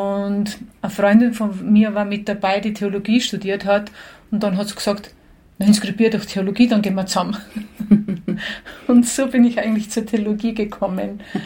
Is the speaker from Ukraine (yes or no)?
no; Salzburg, Austria; also born or lived in Croatia; Also eigentlich bin ich in Salzburg geboren. Meine Eltern waren Gastarbeiter hier in den 70ern und hatten damals niemanden, der auf mich aufpassen konnte. Und deshalb schickten sie mich als Baby zu meinen Großeltern nach Kroatien. Für die erste Klasse holten sie mich nach Salzburg